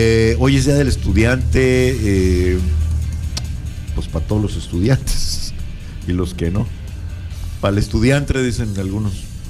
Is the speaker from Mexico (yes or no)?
yes; Mexico; born there; moved away; sí me tocó verlos de niño en unos cines en México, porque allá estudié yo la primaria